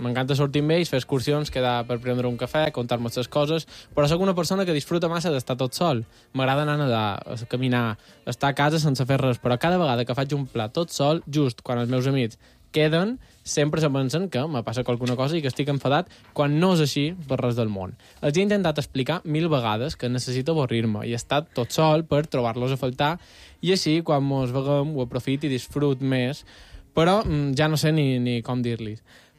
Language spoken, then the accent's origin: Catalan; Marratxí, Balearic Islands, Spain